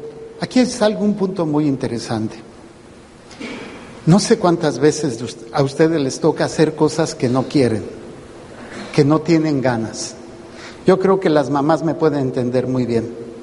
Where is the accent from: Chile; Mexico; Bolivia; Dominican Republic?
Mexico; Mexico City; born there; allá en la parroquia donde nací, en la Pasión, la Sagrada Pasión, allá en la Ciudad de México